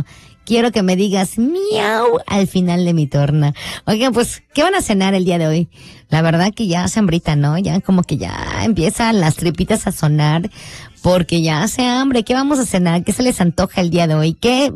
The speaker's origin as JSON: {"language": "Spanish", "region": "Yucatán", "country": "Mexico", "said": "como somos buenos yucatecos"}